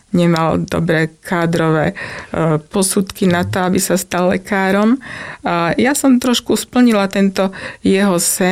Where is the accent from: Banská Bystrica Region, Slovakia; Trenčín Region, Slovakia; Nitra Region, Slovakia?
Banská Bystrica Region, Slovakia; Môťová; Predovšetkým Môťová bola akoby dedina, čiže som dievča z dediny. Blízko som mala školu.